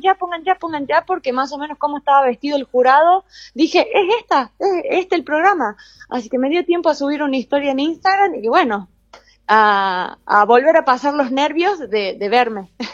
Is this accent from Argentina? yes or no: yes; Olta, La Rioja, Argentina; yo no soy de La Rioja, yo no soy de la capital, yo soy de Olta, yo soy del interior.